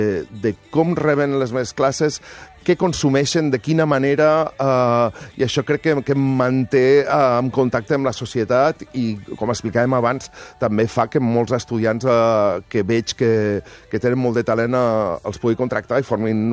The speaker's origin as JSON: {"language": "Catalan", "town": "Móra d'Ebre", "region": "Catalonia", "country": "Spain", "moved": "yes", "lives_now": "Barcelona, Spain", "said": "Sí, sóc molt de Mora, sóc molt de poble, encara que faci molts anys que vinc a Barcelona. Barcelona m'encanta, però sempre seré de Mora"}